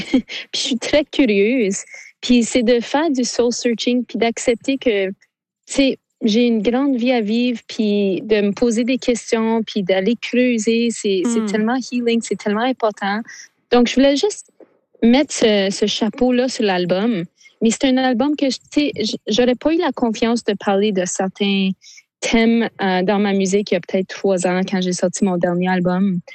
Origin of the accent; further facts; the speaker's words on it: Sudbury, Ontario, Canada; j'ai grandi à Sudbury, puis on est toute une gang d'Obantawin qui vivent à Sudbury.